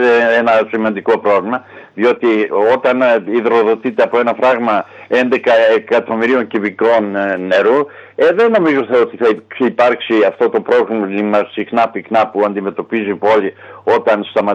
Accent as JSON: {"language": "Greek", "region": "Western Macedonia", "country": "Greece", "said": "Είμαι από το Δήμο Μελίτης."}